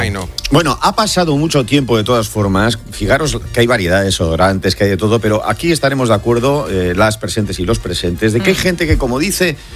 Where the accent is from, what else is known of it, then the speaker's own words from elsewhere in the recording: Bilbao, Basque Country, Spain; el sábado en concreto, en mi tierra, en los alrededores de Bilbao.